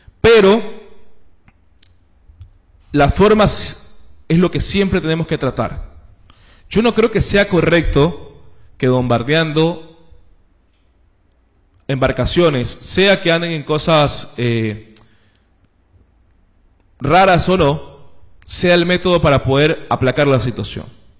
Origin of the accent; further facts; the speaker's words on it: Manta, Manabí, Ecuador; Quienes somos originarios de Manta